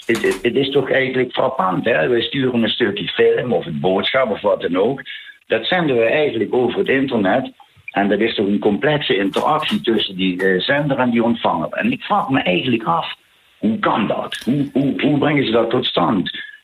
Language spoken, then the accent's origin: Dutch; Limburg, Netherlands; accent: Limburgse accent; met mijn Limburgse accent